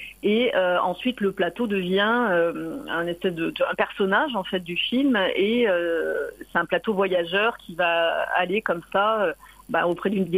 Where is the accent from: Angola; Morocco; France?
France; Marseille, Provence-Alpes-Côte d'Azur; je suis marseillaise. Je vis à Marseille.